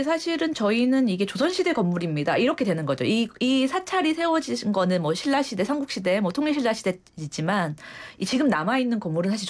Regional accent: South Korea

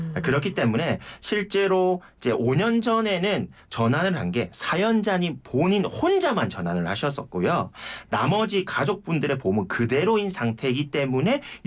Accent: Geoje, South Gyeongsang, South Korea; moved away; 제 고향인 거제도도 갈 수 있습니다.

